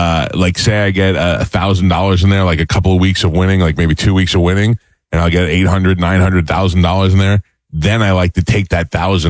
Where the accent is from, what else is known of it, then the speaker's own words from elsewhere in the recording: New York, United States; so they used to have these things when I grew up in New York, and there's a lot of New Yorkers and people from the Northeast are going to, you know, relate to this.